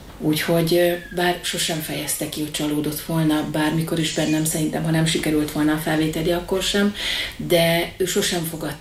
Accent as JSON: {"language": "Hungarian", "town": "Eger", "region": "Heves", "country": "Hungary", "tie": "born there", "also_born_or_lived": "Recsk", "said": "recskán laktunk"}